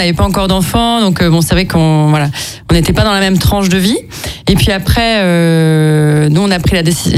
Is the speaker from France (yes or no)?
yes; Provence-Alpes-Côte d'Azur, France; bon, après, moi, je suis du Var, donc le soleil me manquait énormément